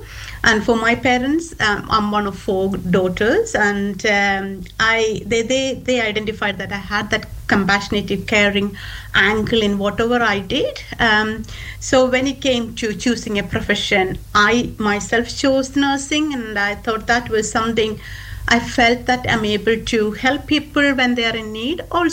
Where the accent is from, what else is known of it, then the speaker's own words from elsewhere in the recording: Kerala, India; English is a second language; now in United States; So nursing back, because I'm from India, back home, my hometown is in South India, a state called Kerala.